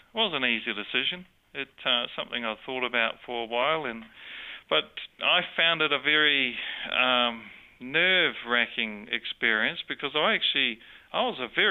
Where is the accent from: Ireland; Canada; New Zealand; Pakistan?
New Zealand; accent: New Zealand; also born or lived in Sydney, Australia; Well, I have a New Zealand accent, but I was born in Sydney.